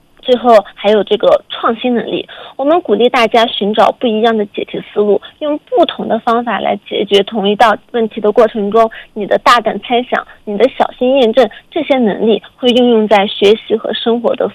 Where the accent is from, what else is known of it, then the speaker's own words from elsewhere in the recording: China; 我们中国人